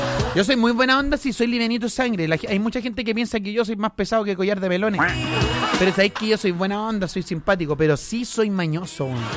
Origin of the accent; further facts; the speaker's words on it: Chile; Soy de Chile, yo soy chileno